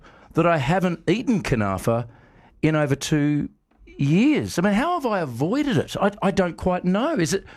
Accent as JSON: {"language": "English", "country": "Australia", "tie": "born or raised there", "moved": "as an adult", "lives_now": "Saudi Arabia", "said": "I grew up in Australia"}